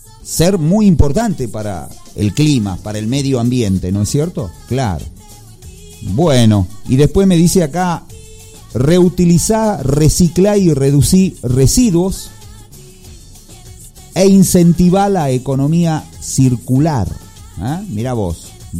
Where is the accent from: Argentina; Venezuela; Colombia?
Argentina; así como nosotros tenemos nuestros argentinismos en nuestro idioma español